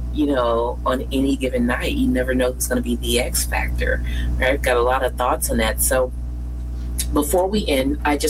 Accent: Tennessee, United States; I'm from Tennessee.

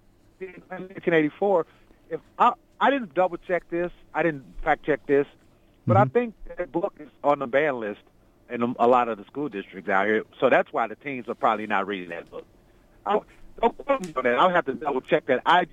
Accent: St. Louis, Missouri, United States; I grew up in South St. Louis on a street called Park Avenue.

